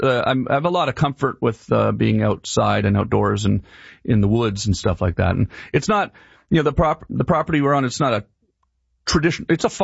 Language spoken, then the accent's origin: English; Ottawa, Ontario, Canada; also born or lived in Los Angeles, United States; I want to move home to Canada. This is, you know, I've been in LA for a long time, and I grew up in Ottawa, and my parents are there, and I want to be closer to them